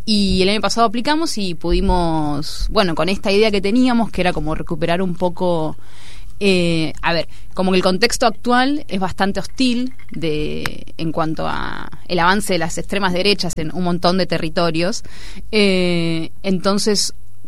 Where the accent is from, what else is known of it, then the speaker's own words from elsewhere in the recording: Argentina; now in Barcelona, Spain; las tres participantes de la Torti más activas somos de Argentina, entonces también estamos en un territorio que estamos en España, nos movemos en Barcelona